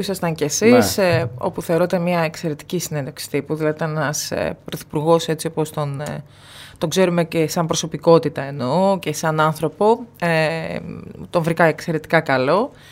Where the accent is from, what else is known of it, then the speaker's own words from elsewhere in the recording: Eastern Macedonia and Thrace, Greece; και εγώ βορειοελλαδίτσα είμαι, η καταγωγή μου είναι από τον Εύρο.